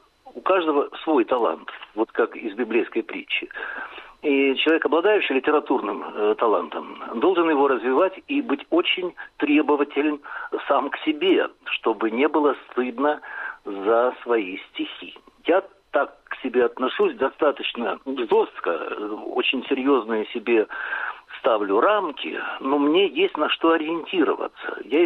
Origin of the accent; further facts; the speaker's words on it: Donetsk, Donetsk Oblast, Ukraine; если бы я уехал из Донецка, я бы был обязан перестать писать на эту тему.